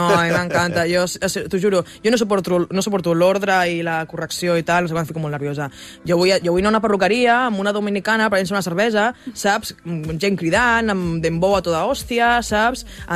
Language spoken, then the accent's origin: Catalan; L'Hospitalet de Llobregat, Catalonia, Spain; now in Les Planes, Spain; Jo m'he criat a l'Hospitalet, perquè sí, ma família era allà, però jo ara mateix visc a Les Planes, eh?